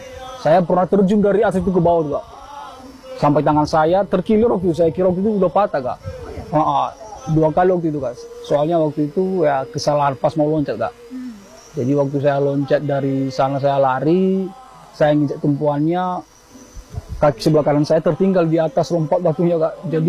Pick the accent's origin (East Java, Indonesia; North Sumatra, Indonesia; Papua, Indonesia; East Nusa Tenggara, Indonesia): North Sumatra, Indonesia; Bahumatalo; saya asal Desa Bahumatalo, saya salah satu pelompat dari Desa Bahumatalo ini.